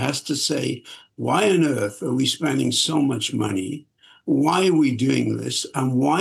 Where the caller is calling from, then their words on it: Cardiff, Wales, United Kingdom; I mean, I'm speaking from Cardiff.